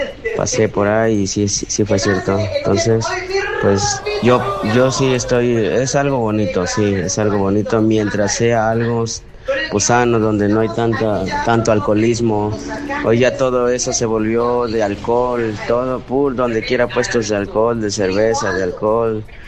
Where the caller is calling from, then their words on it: Coatepec, Veracruz, Mexico; yo soy de aquí, de Coatepec.